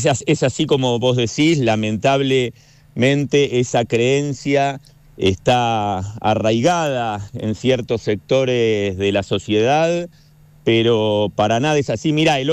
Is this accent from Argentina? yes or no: yes; Argentina; nosotros somos argentinos y profesamos la religión judía